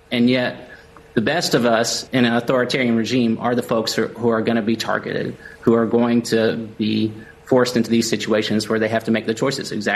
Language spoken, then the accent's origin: English; United States; as an American